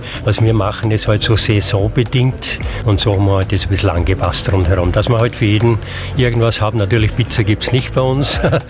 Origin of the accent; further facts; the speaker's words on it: Austria; Ich bin ja Österreicher, ich wollte österreichisch-bayerische Küche